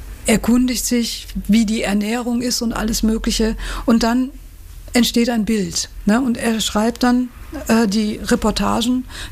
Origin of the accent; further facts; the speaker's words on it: North Rhine-Westphalia, Germany; Ich meine, ich bin ja nun auch ein Kind des Ruhrgebietes.